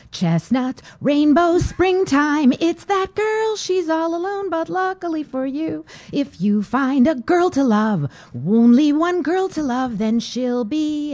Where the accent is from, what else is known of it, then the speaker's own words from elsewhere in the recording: Detroit, Michigan, United States; And I'm from Detroit, Michigan, so I should know that.